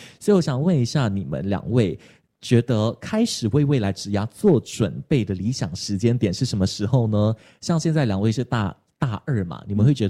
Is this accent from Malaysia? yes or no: yes; Malaysia; moved away as an adult; now in Taiwan; 我是马来西亚来到台湾留学的